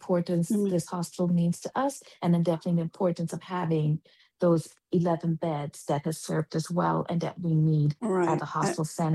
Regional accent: Trinidad & Tobago; also born or lived in Guyana; Well, I was born in Guyana, and again, I grew up in Trinidad.

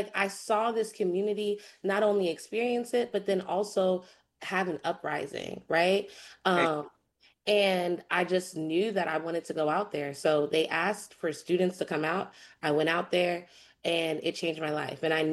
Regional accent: Harlem, New York, United States; So I got politicized in my own personal story of, you know, growing up in Harlem, getting displaced and gentrified out of Harlem

